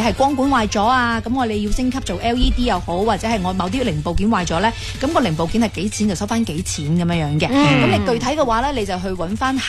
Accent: Foshan, Guangdong, China; 咁当时呢我哋喺度打造緊呢就佛山本土企业，哎呀边啲好嘅产品啦，益返我哋佛山人啦咁样。

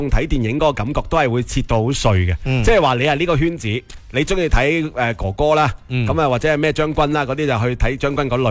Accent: Guangdong, China

